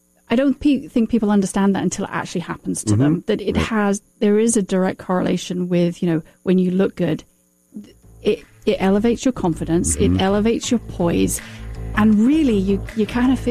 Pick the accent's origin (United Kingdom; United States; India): United Kingdom; I'm British.